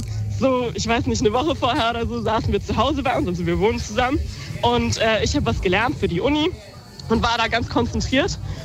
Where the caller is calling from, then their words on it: Frankfurt, Hesse, Germany; wir kommen ja aus Frankfurt, da sind natürlich die Wohnungen jetzt nicht so riesig